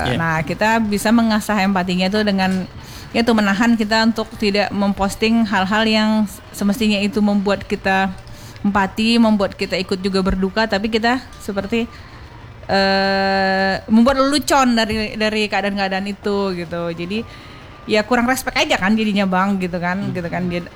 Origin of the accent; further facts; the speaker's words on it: Riau, Indonesia; sebagai warga Riau, juga sebagai ibu yang anak-anaknya mengalami PJJ gitu kan.